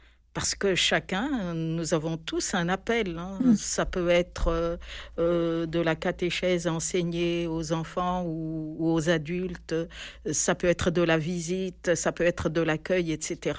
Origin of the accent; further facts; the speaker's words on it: Madagascar; moved away as an adult; also born or lived in Aix-en-Provence; now in Grignan, France; je suis malgache, je viens de Madagascar. Et je suis venue, donc après mon bac, j'ai passé mon bac à Madagascar, à Antananarivo. Et je suis arrivée, en fait, ici à Aix-en-Provence, et pour faire des études de philosophie.